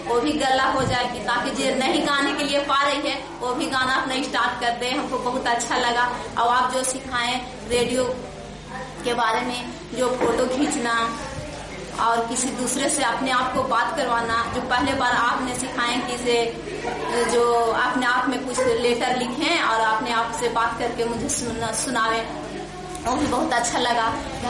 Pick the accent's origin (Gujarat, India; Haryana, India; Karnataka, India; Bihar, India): Bihar, India; Deo; मैं देव की रहने वाली हूँ, मैं यहाँ की दोस्त हूँ